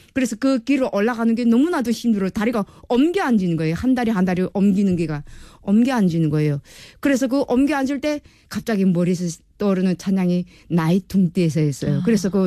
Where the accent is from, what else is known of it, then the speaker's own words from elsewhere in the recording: North Hwanghae, North Korea; moved away as an adult; 저도 북한에 저희 황북도가 고향이고